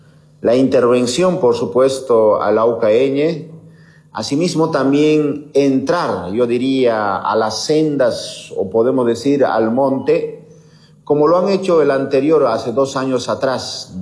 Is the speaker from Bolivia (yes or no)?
yes; Bolivia; now in Chimoré, Bolivia; estamos esperando como pueblo boliviano